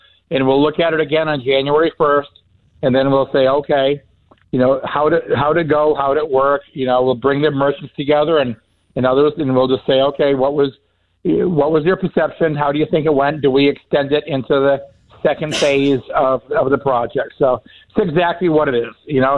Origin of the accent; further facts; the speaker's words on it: Keene, New Hampshire, United States; I was born and raised in Keene. I was brought up here. This is my hometown.